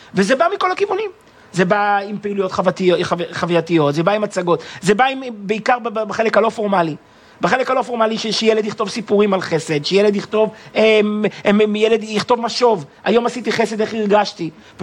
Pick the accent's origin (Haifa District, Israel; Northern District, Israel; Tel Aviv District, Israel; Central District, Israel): Central District, Israel; Kfar Chabad; אני גדלתי בבית של הרב של כפר חב"ד, אבי היה 40 שנה הרב של כפר חב"ד.